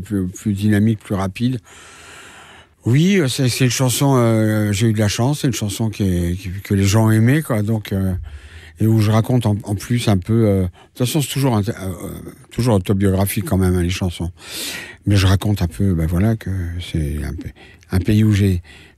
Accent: Paris, Île-de-France, France; born there; Et je suis née à Paris.

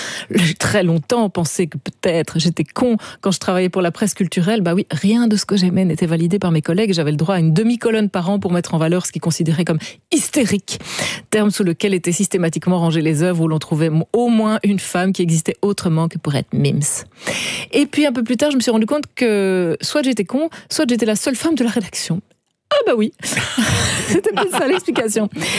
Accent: Limelette, Wallonia, Belgium; je venais de Limelette.

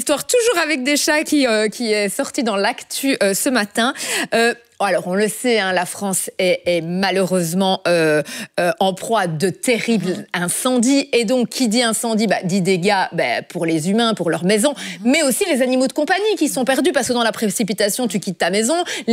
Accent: Brussels, Belgium; Et on est chez nous, à Bruxelles, puisqu'on est à l'aéroport, Bruxelles Airport.

